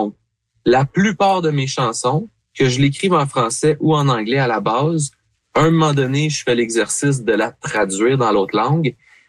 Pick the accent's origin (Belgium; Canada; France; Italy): Canada; Gatineau, Quebec; also born or lived in Ottawa; Moi, je suis né à Ottawa. Mon père vient de Sudbury, grande famille franco-ontarienne. Okay. Ma mère vient de la rive sud de Montréal, donc famille francophone. Mais pour ma part, d'avoir grandi à Gatineau, d'être issu d'une famille franco-ontarienne.